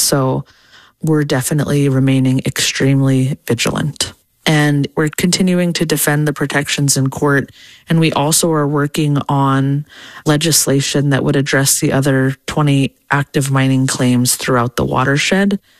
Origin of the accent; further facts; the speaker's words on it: Clark's Point, Alaska, United States; born or raised there